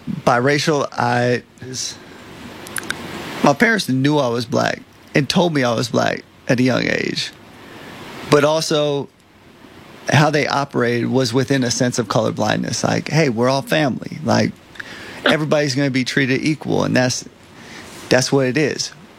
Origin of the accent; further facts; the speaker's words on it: California, United States; my parents are white from Wisconsin. We grew up in Central California.